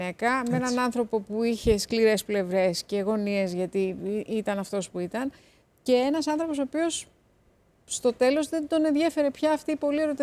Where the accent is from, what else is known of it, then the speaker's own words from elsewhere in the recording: Greece; για μας που είμαστε Έλληνες